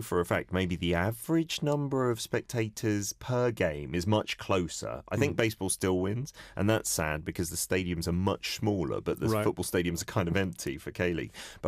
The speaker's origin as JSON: {"language": "English", "region": "England", "country": "United Kingdom", "said": "I like to say because I'm British, or actually I'm English, that England invented it"}